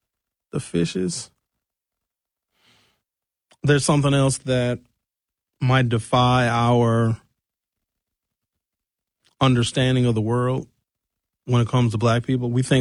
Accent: Brown Deer, Wisconsin, United States; When I was growing up in Brown Deer

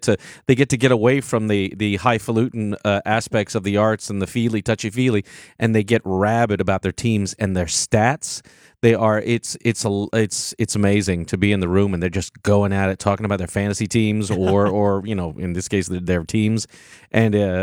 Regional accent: Taiwan; also born or lived in Philippines / New Jersey, United States; I grew up in Taiwan and the Philippines.

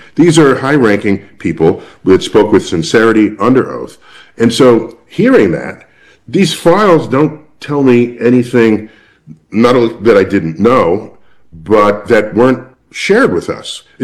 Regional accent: New York City, New York, United States; born and raised in New York Cit

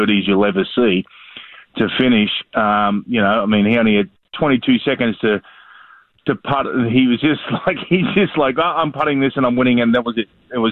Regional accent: Australia; being Australian, we have a little rivalry with the Kiwis and all that sort of stuff.

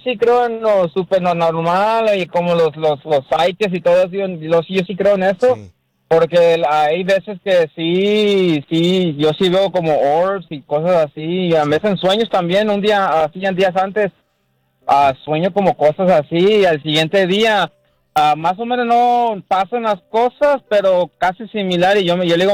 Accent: Sabinas Hidalgo, Nuevo León, Mexico; Bueno, allá en Sabinas, donde soy yo de Sabinas, Hidalgo, Nuevo México. Uh-huh. Una de las casas que tenía allá, tenemos allá en el rancho.

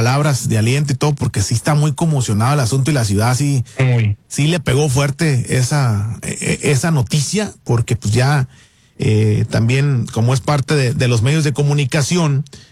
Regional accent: Sinaloa, Mexico; accent: Sinaloan; now in United States; Yo pienso que el español ya nos, no tenemos nada de España nosotros, puro español sinaloense.

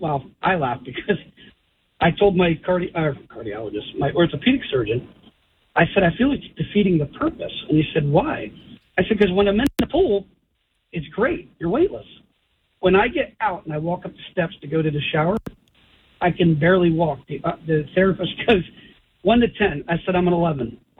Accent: New Jersey, United States; now in Pennsylvania, United States; I was from Jersey originally

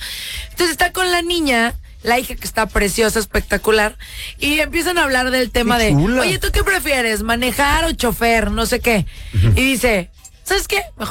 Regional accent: Mexico; Somos mexicanas.

